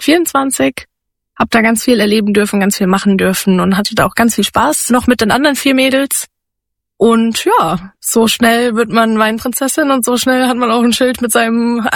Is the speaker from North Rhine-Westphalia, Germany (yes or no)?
no; Bodenheim, Rhineland-Palatinate, Germany; Ich bin so froh, in Rheinhessen groß geworden zu sein und ich bin so froh, hier zu wohnen.